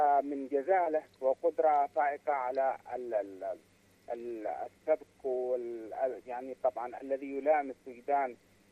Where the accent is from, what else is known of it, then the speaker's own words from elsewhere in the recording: Tihama, Yemen; عندنا في تهامة